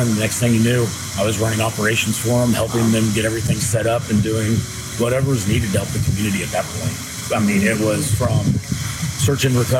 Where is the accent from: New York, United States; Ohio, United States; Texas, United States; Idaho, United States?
Texas, United States; Kerrville; I mean, I'm from Kerrville.